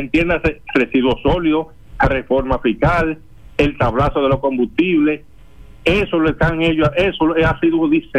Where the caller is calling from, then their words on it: Santo Domingo Este, Santo Domingo, Dominican Republic; de los Mamey.